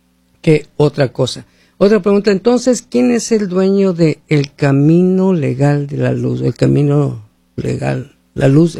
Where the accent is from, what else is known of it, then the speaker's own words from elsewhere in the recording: Mexico; now in United States; Llevo esperando 3 años, no me han aprobado el I-130 y solo tengo permiso de trabajo, soy de México.